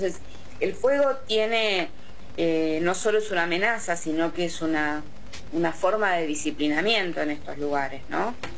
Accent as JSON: {"language": "Spanish", "town": "Mallín Ahogado", "region": "Río Negro", "country": "Argentina", "said": "Mi pueblo, mi paraje se llama Mallín Ahogado."}